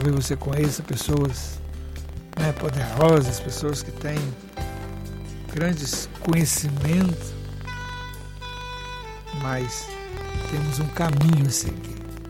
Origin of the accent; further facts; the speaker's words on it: Brazil; Todas as lutas que nós como brasileiros temos vivido